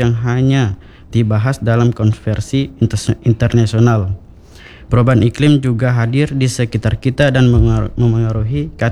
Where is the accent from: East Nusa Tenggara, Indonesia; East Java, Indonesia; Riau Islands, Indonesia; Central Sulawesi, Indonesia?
Central Sulawesi, Indonesia; Saya dari Desa Singura.